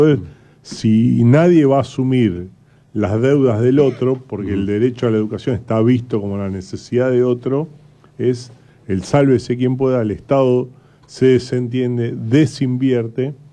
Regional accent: Buenos Aires Province, Argentina; como argentinos, como bonaerenses y en nuestro caso particular como peronistas

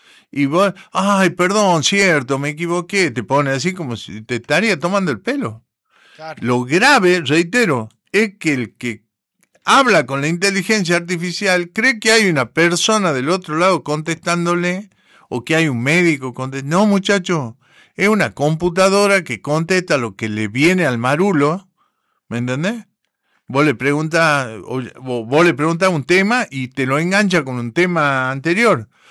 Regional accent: Jujuy, Argentina; yo soy de Jujuy. Ah, cierto que soy de Jujuy.

